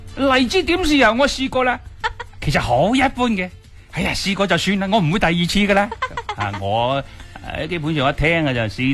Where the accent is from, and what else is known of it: Guangdong, China